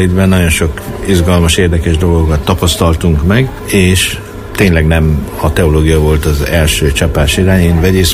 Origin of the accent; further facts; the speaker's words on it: Bükkaranyos, Borsod-Abaúj-Zemplén, Hungary; Ha nem is a Bükkbe, de a Bükk alján, Bükk Aranyos nevű településen nőttem fel, nőttem fel valóban lelkész családban